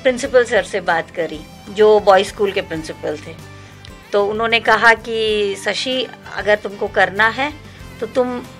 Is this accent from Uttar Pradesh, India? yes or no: no; Rajasthan, India; मैं राजस्थान से हूँ